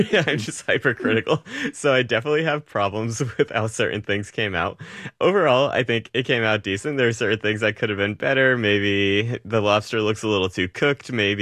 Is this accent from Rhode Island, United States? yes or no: yes; Rhode Island, United States; I'm not from Boston, but I grew up in New England. I grew up in Rhode Island, so pretty close by.